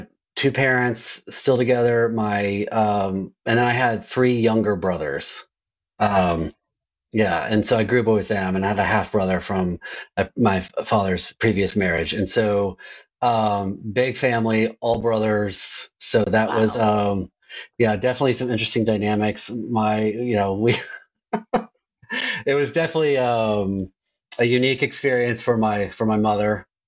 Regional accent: Houston, Texas, United States; moved away as an adult; also born or lived in Louisville; now in Nashville, United States; my dad moved us to the Houston, Texas area for his job. And so, yeah, I grew up in Houston until my early 30s. And then I moved back to Louisville, Kentucky

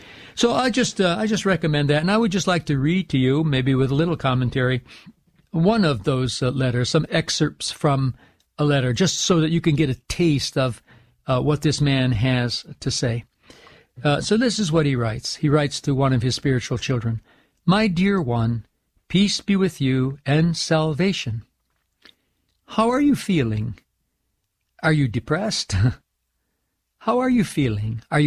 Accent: United States; speaking as an American

